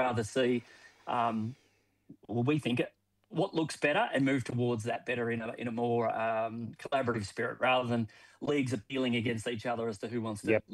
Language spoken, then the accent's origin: English; Orbost, Victoria, Australia; I grew up in Orboston, so I absolutely understand why it's important to play against communities of interest